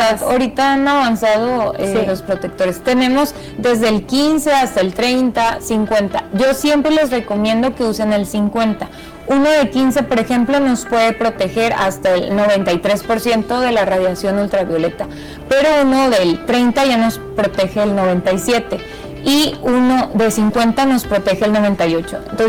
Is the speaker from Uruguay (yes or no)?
no; Mexico; un fototipo 2, 3, que somos acá los mexicanos, pues podemos tener el pelo oscuro, ojo, café o negro, y justo, ¿cómo se dice?, la piel no tan blanca